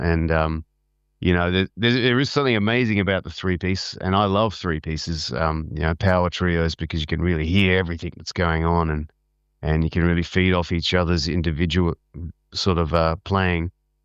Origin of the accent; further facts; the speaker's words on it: Adelaide, South Australia, Australia; Then my hometown, Adelaide, at the Governor Hindmarsh on the 28th of November.